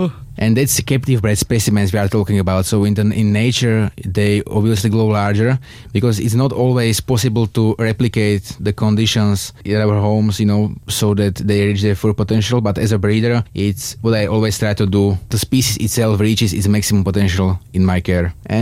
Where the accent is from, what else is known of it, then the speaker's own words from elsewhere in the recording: Biely Kostol, Trnava Region, Slovakia; I'm from Bielý Kostol in Slovakia.